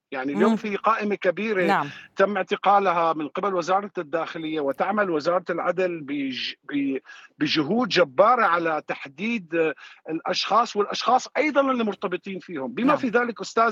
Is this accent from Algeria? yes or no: no; Syria; كلياتنا كسوريين شفنا براميل الكلور الصفراء